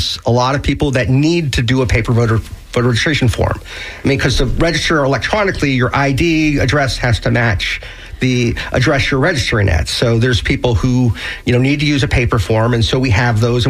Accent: Miami, Florida, United States; moved away as an adult; So I grew up in Miami. Was a like a typical 18-year-old, moved out of Miami when I was 18 and went to college.

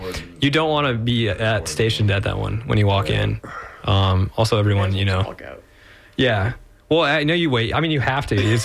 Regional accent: St. Petersburg, Florida, United States; we're from St. Pete.

